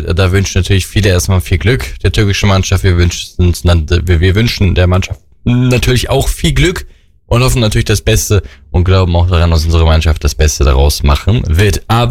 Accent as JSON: {"language": "German", "country": "Germany", "said": "auch Deutschland ist meine Heimat und auch da würde ich mich freuen, wenn Deutschland gewinnt."}